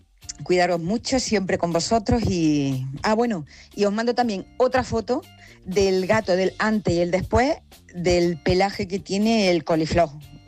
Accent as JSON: {"language": "Spanish", "town": "Granada", "region": "Andalusia", "country": "Spain", "said": "Hola, buenas tardes, equipazo. Soy de Granada."}